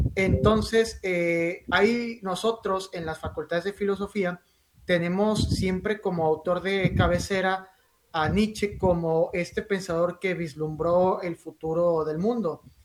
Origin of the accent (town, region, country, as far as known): Mexico